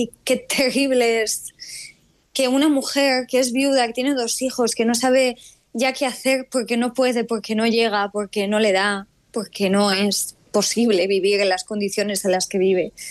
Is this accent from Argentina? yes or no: no; Morocco; now in Spain; Los que vivimos en España y somos marroquíes seguimos atravesando calamidades en materia de extranjería